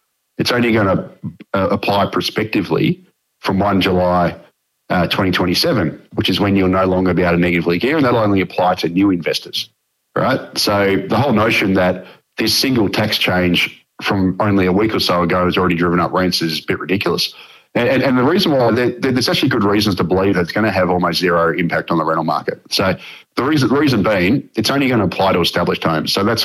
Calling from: Melbourne, Victoria, Australia; I'm actually calling from Melbourne, right? So I live in Melbourne.

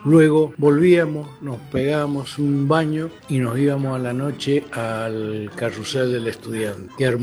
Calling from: Maipú, Mendoza, Argentina; de Maipú, 175.

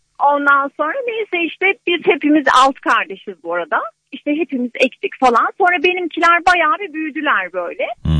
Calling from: Antalya, Turkey; Antalya'dan.

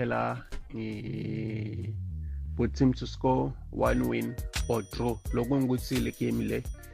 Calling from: Mpumalanga, South Africa; I'm from Pumalanga in commerce.

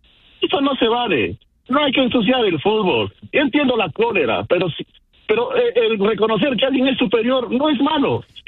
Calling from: Peru; Yo soy peruano.

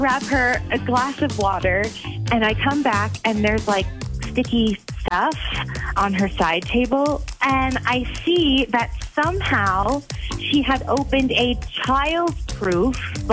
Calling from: Madison, Wisconsin, United States; I'm from Madison

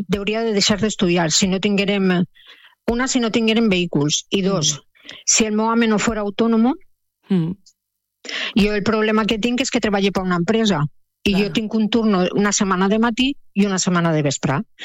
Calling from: Pego, Valencian Community, Spain; jo sóc de Pego, del meu poble també

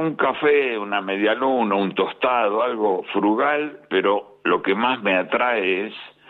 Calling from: Buenos Aires, Argentina; de la República de Barracas.

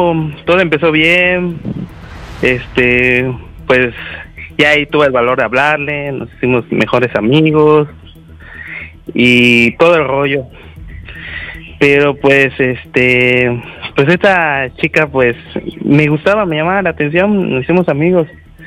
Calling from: Mérida, Yucatán, Mexico; accent: Yucatecan; Tengo 23 años y soy de acá, de la bellísima Blanca Mérida.

